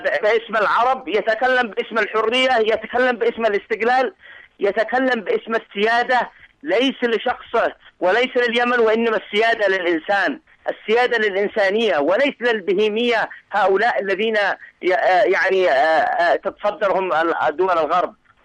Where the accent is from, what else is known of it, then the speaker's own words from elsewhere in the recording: Yemen; كيمنيين كعرب كمسلمين